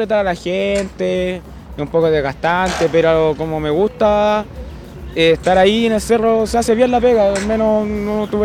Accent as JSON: {"language": "Spanish", "town": "Concepción", "region": "Biobío", "country": "Chile", "said": "No, soy de Concepción."}